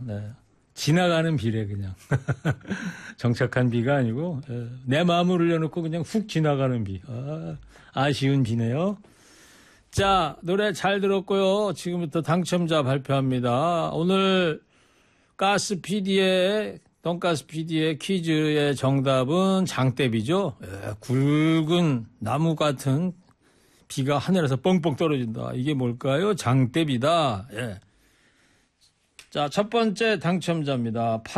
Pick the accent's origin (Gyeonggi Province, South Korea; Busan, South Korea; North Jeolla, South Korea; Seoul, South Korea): Gyeonggi Province, South Korea; Anseong; 제 고향이 이제 안성이라는 걸